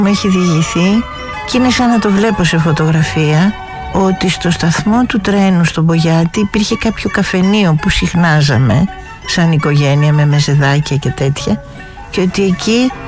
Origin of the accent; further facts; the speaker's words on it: Athens, Attica, Greece; born there; Γεννήθηκα στην Αθήνα, στο Έλενας.